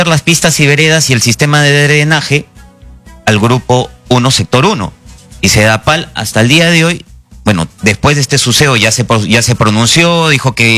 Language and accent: Spanish; Apurímac, Peru; born there; now in Lima, Peru; Yo soy apurimeño, nacido allá. Mis padres vinieron jóvenes a Lima Sur, a Villa El Salvador